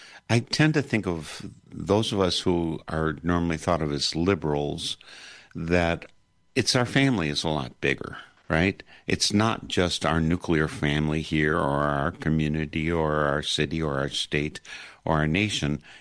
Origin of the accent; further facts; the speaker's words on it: Wisconsin, United States; I grew up in the Midwest. Wisconsin is home to me all along.